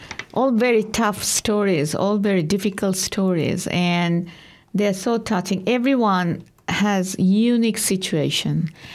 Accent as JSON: {"language": "English", "country": "Bangladesh", "moved": "as an adult", "said": "I came from Bangladesh 20 years ago as an international student, and I studied education and was a teacher."}